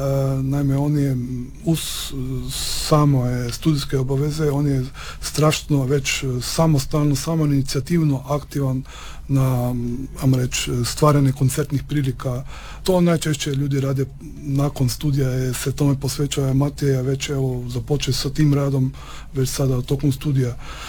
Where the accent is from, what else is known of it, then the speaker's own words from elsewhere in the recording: Slovenia; moved away as an adult; now in Pula, Croatia; Naime, ja sam bio tu student gdje sam danas profesor, inače dolazim iz Slovenije, ali evo, studijski putevi su me nekako naveli na to da sam ostao evo tu u Istri i u Hrvatskoj.